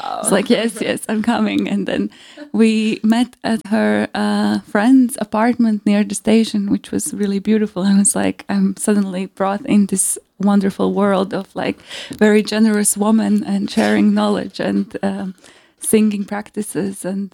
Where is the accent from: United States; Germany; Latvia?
Latvia; moved away; I come from Latvia